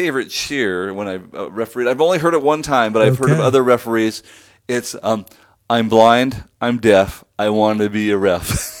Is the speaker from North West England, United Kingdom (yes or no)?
no; Edinburgh, Scotland, United Kingdom; born there; And I was born in Edinburgh, Scotland. So I was a dual citizen until I was 18.